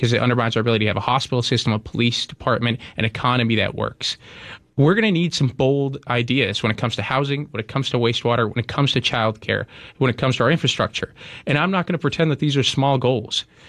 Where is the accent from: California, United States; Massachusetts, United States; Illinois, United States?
Massachusetts, United States; born there; When I was born on the Cape, the median home was going for about $195,000.